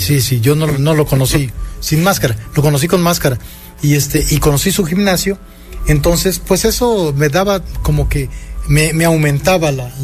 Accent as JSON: {"language": "Spanish", "town": "Tulancingo", "region": "Hidalgo", "country": "Mexico", "tie": "born or raised there", "said": "viví bastantes años de mi infancia en Tulancingo, que es la cuna de Rodolfo Guzmán, el Santo."}